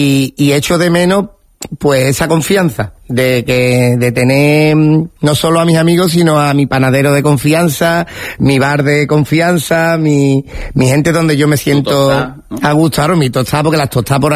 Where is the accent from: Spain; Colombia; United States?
Spain; Andalusia; enamorado de Sevilla, después de más mayor ya me enamoré de Cádiz, de otras ciudades, pero ese descubrir mi tierra.